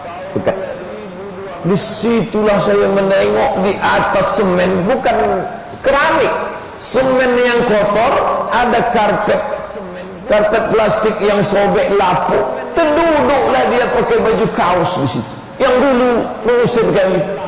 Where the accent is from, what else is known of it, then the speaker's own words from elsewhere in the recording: Pekanbaru, Riau, Indonesia; saya orang Pekanbaru